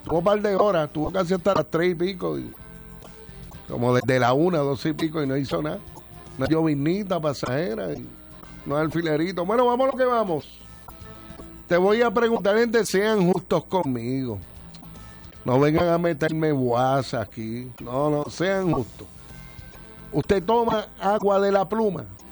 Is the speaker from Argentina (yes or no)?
no; Añasco, Puerto Rico; La de Añasco también, la de mi pueblo.